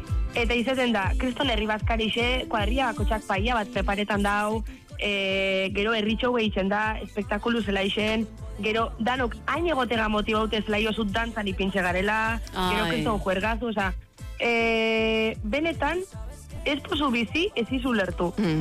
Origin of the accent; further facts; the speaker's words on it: Markina, Basque Country, Spain; normala da nik esat igual, nire herri xe da lako, baina nizako munduko jaionen adi. Eta Markine, erritxiki zeba da be